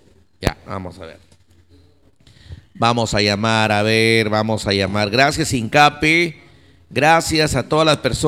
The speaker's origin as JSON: {"language": "Spanish", "town": "Olmos", "region": "Lambayeque", "country": "Peru", "said": "Mil bendiciones a todo mi pueblo de Olmos, a todo el pueblo que siempre colabora"}